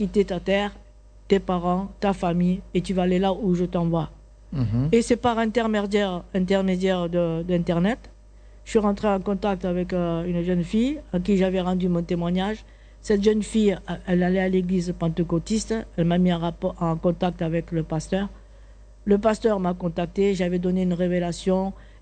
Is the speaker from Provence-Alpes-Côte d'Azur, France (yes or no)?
yes; Martigues, Provence-Alpes-Côte d'Azur, France; born there; moved away as an adult; now in Côte d'Ivoire; Donc, moi, je viens de France. Je suis née à Martigues, en Provence. Et mes origines sont siciliennes.